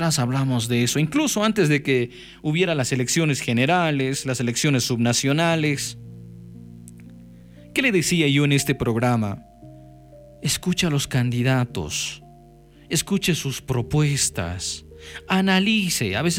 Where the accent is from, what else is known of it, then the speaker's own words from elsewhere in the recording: Bolivia; Nosotros, como bolivianos, bolivianas.